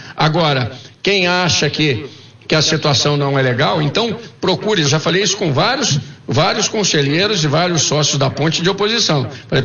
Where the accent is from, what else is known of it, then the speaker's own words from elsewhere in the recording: Campinas, São Paulo, Brazil; Eu como campineiro tenho 61 anos